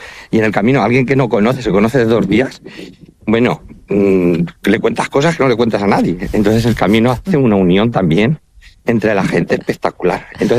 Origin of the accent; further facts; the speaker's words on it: Santa Cruz de los Cáñamos, Castilla-La Mancha, Spain; accent: Manchego; now in Albacete, Spain; Es que soy muy manchego. Yo soy de Ciudad Real, un pueblo que se llama Santa Cruz de los Cáñamos, pero vivo en Albacete.